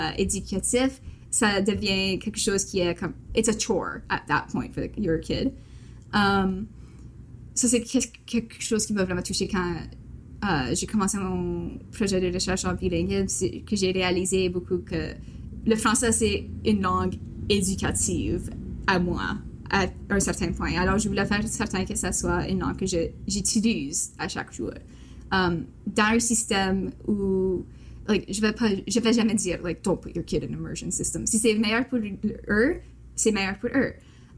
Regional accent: Saint-Adolphe, Manitoba, Canada; first language French; J'ai grandi à Saint-Adolphe. Il y a une école là, mais je suis allée à Gabriel Roy pour ma pré-maternelle, à Noël Richot et comme l'étoupée pour mon éducation.

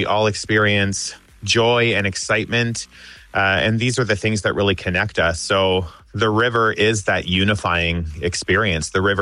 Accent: Alberta, Canada; now in Toronto, Canada; Currently, I'm based in Toronto, but I'm actually back in my hometown in Alberta right now, visiting family.

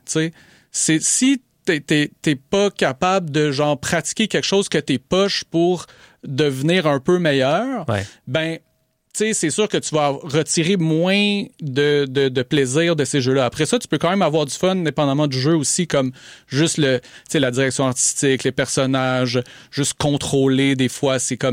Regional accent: Montreal, Quebec, Canada; Alors moi, je suis né à Montréal, pur Montréalais. J'ai habité toute ma vie ici.

